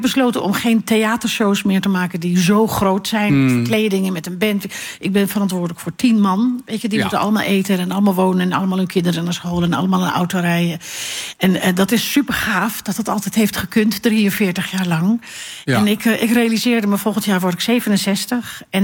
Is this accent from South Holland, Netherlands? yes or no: no; Alkmaar, North Holland, Netherlands; also born or lived in Schagen; de jaren 70, waar mijn jeugd ligt in Alkmaar en in Schagen.